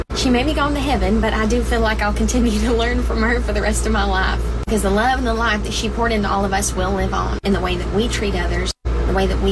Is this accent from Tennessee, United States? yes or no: yes; Tennessee, United States; I'm from East Tennessee too